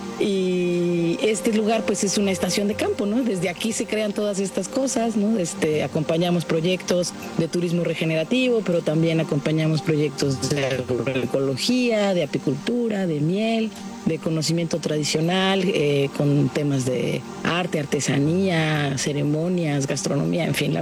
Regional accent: Chiapas, Mexico; born there; moved away as an adult; now in Solferino, Quintana Roo, Mexico; yo nací en Chiapas, de ahí mi gran amor por la naturaleza, pero el trabajo me trajo acá.

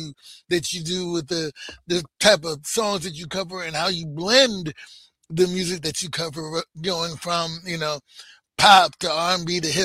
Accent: New York City, New York, United States; I grew up in Harlem, you know, and when you talk about, you know, Black and Puerto Rican and being together

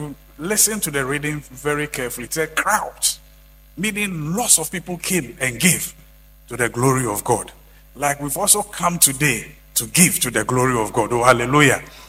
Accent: Aburi, Eastern Region, Ghana; I quite remember our days when we were young at Aburi. I come from Aburi here.

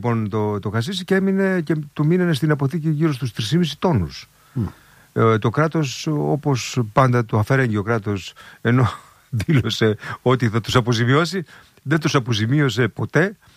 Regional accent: Kozani, Western Macedonia, Greece; Στην πατρίδα μου την Κοζάνη υπηρέτησε

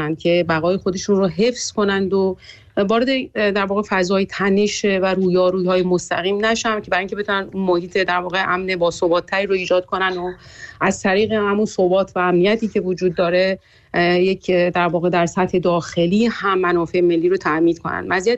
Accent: Iran; به عنوان یک ایرانی و با تجربه زیستی که داریم

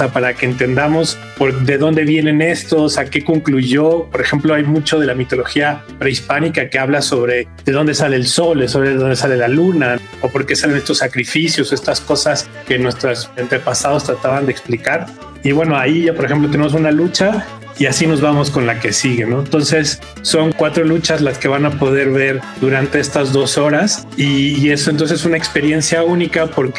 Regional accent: Mexico; nos orgullece como mexicanos

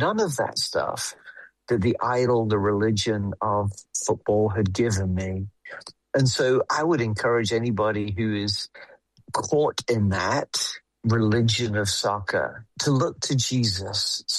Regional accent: England, United Kingdom; Growing up in England, when I was looking for an identity, football provided it.

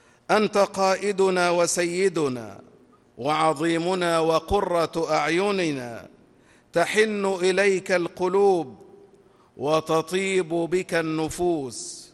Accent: Egypt

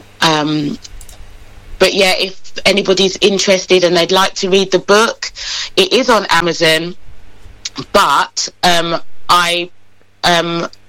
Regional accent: Croydon, London, United Kingdom; I come from Croydon

